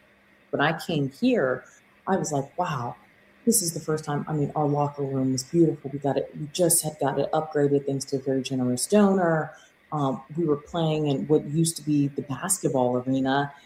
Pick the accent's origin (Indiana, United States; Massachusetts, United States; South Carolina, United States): South Carolina, United States; moved away; I grew up in South Carolina.